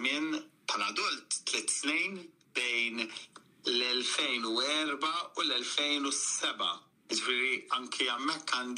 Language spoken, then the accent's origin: Maltese; Rabat, Gozo, Malta; Jien mir-Rabat għawdex, ġifrina l-ġenituri tiegħi it-tnejn mir-Rabat u anke n-nanniet